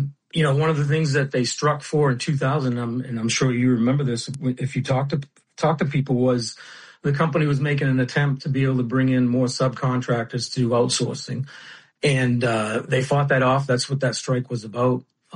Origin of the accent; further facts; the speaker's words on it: Bath, Maine, United States; And I guess maybe because I'm from Bath, Maine, I'm a little partial to that.